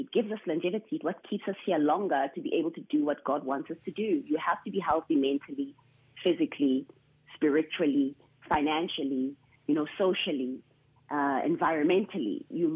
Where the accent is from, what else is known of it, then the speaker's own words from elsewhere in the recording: Durban, KwaZulu-Natal, South Africa; born there; So I was born in Durban, firstly. My mom had me in Durban and I was raised in a church, the same church that my mom was buried at. And we really lived, it's like the rural areas. I come from the rural background.